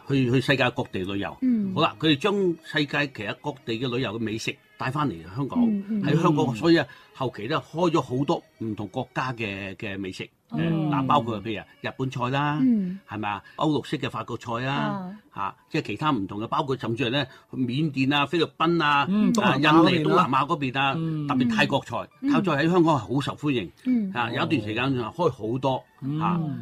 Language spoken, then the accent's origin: Cantonese; Guangzhou, Guangdong, China; 我哋广州人咧佢唔系好注重嗰个